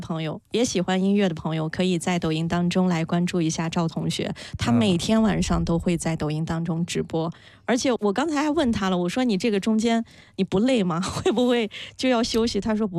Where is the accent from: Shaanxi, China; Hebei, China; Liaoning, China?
Shaanxi, China; 它和陕北其实是有地域不同的，比如说方言我们就不同